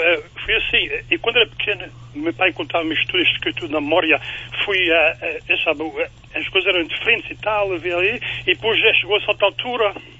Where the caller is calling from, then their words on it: Madeira, Portugal; eu sou madeirense